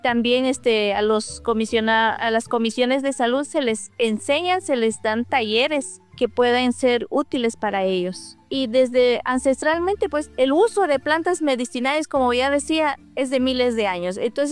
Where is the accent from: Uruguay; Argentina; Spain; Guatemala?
Guatemala; first language Q'eqchi'; Tenemos una planta que nosotros en nuestro dialecto aquí en esta región que se habla Ekchi, se llama Tiekualba.